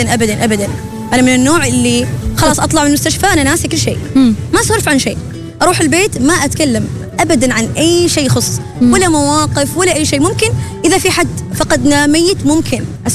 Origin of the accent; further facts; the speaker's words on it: Oman; قال لي أنت من وين قلت له من عمان